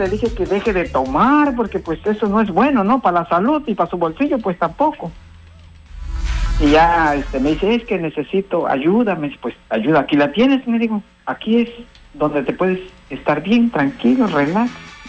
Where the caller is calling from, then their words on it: Chetumal, Quintana Roo, Mexico; Pues acá de Chetumal, Quintana Roo.